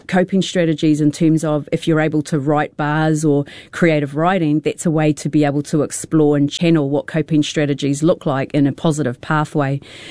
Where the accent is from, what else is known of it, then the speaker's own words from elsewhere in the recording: Whakatane, Bay of Plenty, New Zealand; I grew up in Whakatane, just a little township on the east coast of the North Island, for those of you that don't know it.